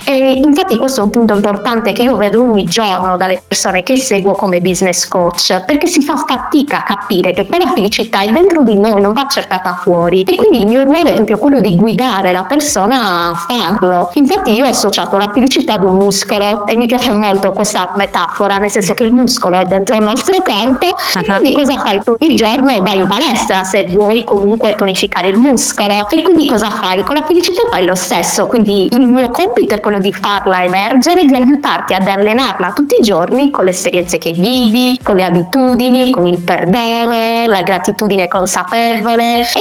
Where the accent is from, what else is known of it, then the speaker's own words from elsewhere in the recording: Sardinia, Italy; moved away as an adult; also born or lived in Rome; ha dovuto lasciare la Sardegna, come si sente tantissimi giovani che devono farlo. Mi sono trasferita a Roma, è stata un'esperienza bellissima che porto nel cuore, ma nel 2020 ho scelto di ripartire da zero, proprio perché avevo voglia di portare il mio talento qua, nella mia terra